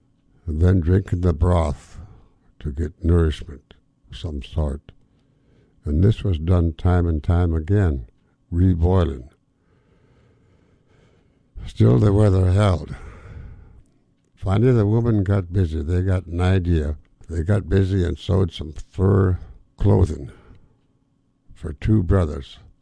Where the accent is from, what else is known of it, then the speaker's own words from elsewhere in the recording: Dry Bay, Alaska, United States; born there; I'm a trinket Indian, an Eagle Thunderbird. I was born in Dry Bay, about 65 miles below Yakutat.